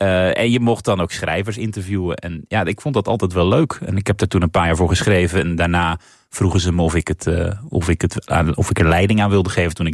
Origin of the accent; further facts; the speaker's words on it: Armenia; Ik was toen in die fase heel erg bezig met mijn afkomst. En met mijn waar ik vandaan kom en wie ik was. En identiteit en nationaliteit en zo.